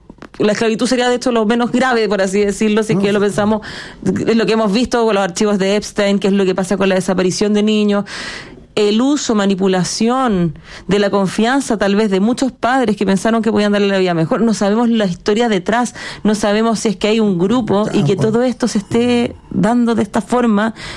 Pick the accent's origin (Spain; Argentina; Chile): Chile; nosotros como chilenos